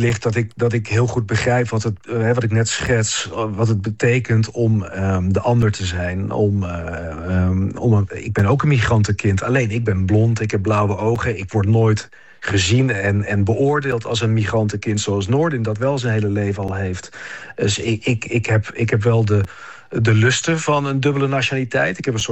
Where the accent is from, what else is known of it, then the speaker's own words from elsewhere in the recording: Netherlands; Want ik ben weliswaar geboren in Nederland. Ik ben hier opgegroeid. Je hoort het aan me. Ik praat gewoon Nederlands. Ik praat niet Vlaams of zo.